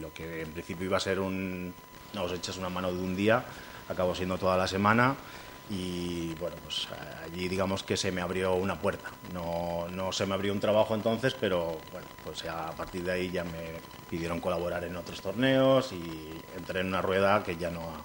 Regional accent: Catalonia, Spain; born there; moved away as an adult; now in Calatayud, Spain; soy catalán de nacimiento, pero de padre bilbilitano y, bueno, por circunstancias de la vida acabé aquí, ya sentando raíces y, como digo, desde hace 15 años, desde 2010, 16 ya, que estoy por aquí

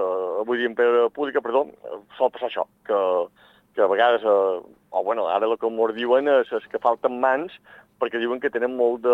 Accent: Sóller, Balearic Islands, Spain; som dels municipis de Mallorca que paguem el rebut de fems més alt

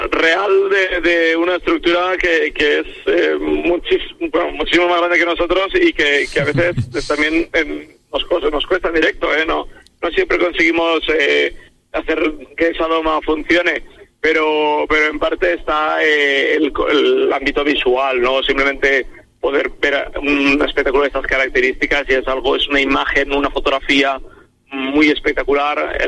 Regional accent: Valencian Community, Spain; Nosotros somos valencianos y viene en nuestro ADN, claro, la tradición de la pólvora.

